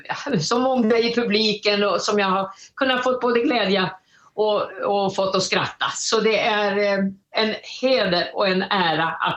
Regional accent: Stockholm, Stockholm County, Sweden; Jag växte upp i Stockholm. Så jag hamnade på en teaterskola redan som 3,5-åring.

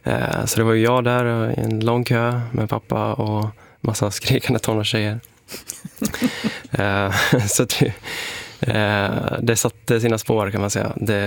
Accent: Borlänge, Dalarna County, Sweden; Jag växte upp i Kvarnsveden.

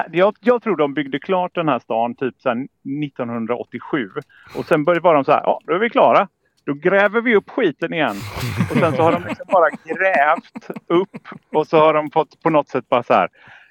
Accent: Gothenburg, Västra Götaland County, Sweden; Vi är lite så här, ta ni först. Du vet, lite så känns som vi göteborgare är.

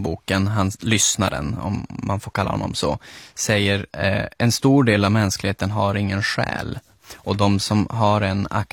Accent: Norrbotten County, Sweden; precis som det ju var i Malmfälten där jag är ifrån, och stenlunga och så här

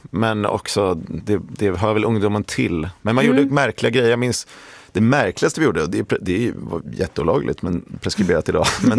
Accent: Stockholm, Stockholm County, Sweden; det som fanns i Stockholm då, där jag är uppvuxen

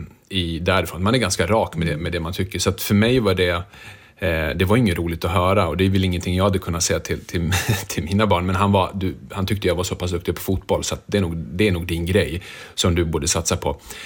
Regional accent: Rättvik, Dalarna County, Sweden; Jag tror geografiskt så växte jag upp perfekt mellan orterna Mora och Leksand. Så det var ofrånkomligt att inte komma i kontakt med ishockeyn.

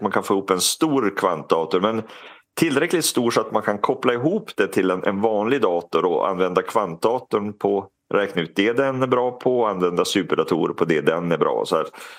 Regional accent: Sweden; det är inte bara för vi är svensk

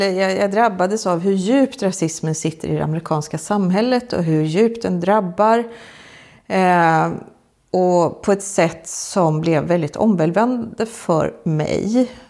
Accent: Sweden

